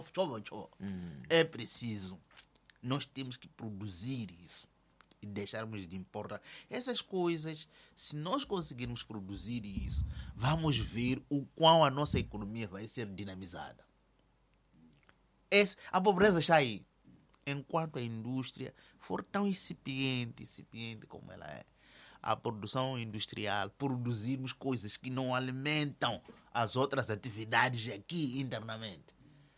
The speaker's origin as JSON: {"language": "Portuguese", "country": "Mozambique"}